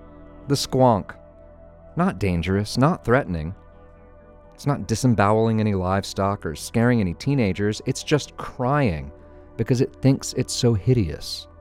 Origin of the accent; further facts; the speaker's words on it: Oklahoma, United States; moved away; I grew up in Oklahoma.